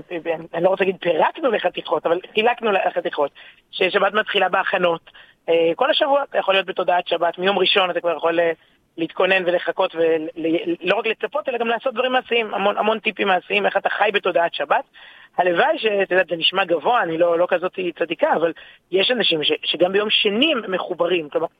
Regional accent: Ramat HaSharon, Tel Aviv District, Israel; born there; כנערה באמת בתיכון מצטיין ברמת השרון

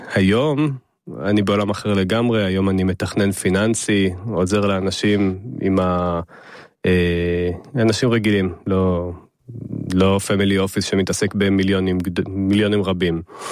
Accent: Southern District, Israel; also born or lived in Jerusalem; now in Ramat Gan, Israel; במקור אני מהדרום, חייתי הרבה מאוד, כמה שנים בירושלים

